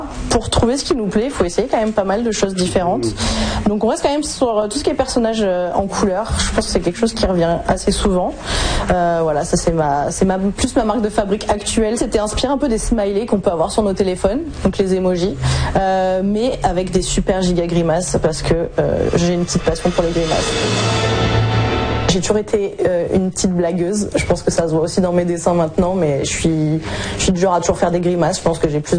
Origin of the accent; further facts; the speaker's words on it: France; moved away as an adult; now in Canada; je sois française, immigrante au Canada depuis 4 ans.